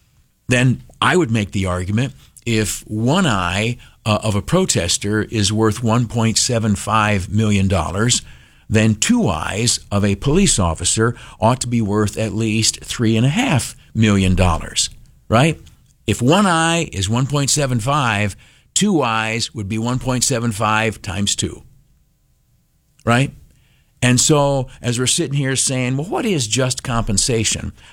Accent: New York, United States; I'm a New Yorker.

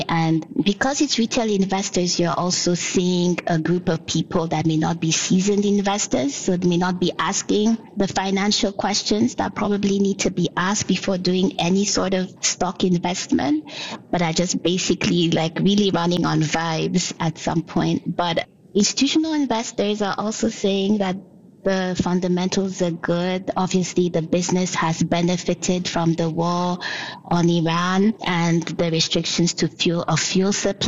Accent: Nigeria; So literally the bus stop outside my house is called Dangote Bus Stop. I went to my hometown literally 7 hours away from here, and there were so many points to buy Dangote cement.

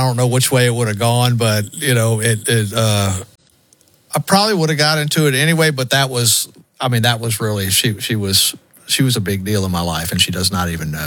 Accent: Baton Rouge, Louisiana, United States; also born or lived in Fort Polk, Louisiana; I'm pretty much from Baton Rouge. So okay. I was born in Fort Polk, but raised here

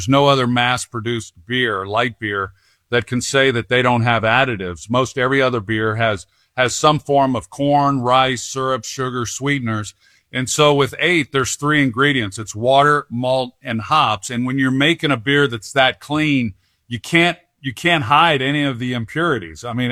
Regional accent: Oklahoma, United States; born there; I grew up in Oklahoma when my family moved there when I was 12 years old.

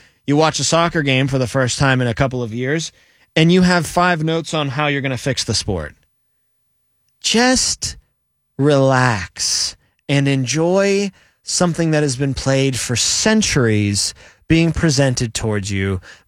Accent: United States

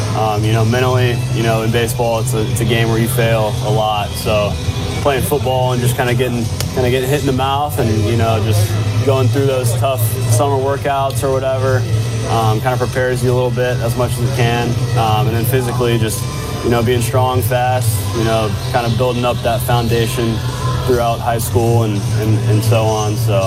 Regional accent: Tennessee, United States; Yeah, so I grew up in Tennessee, so a Braves fan.

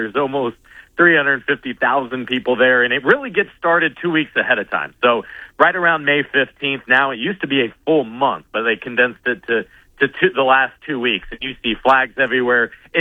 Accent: Indiana, United States; I'm from Central Indiana, so I grew up going to the race.

